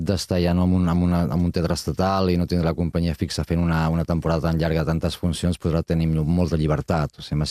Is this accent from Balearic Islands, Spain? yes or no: no; Barcelona, Catalonia, Spain; moved away as an adult; now in Munich, Germany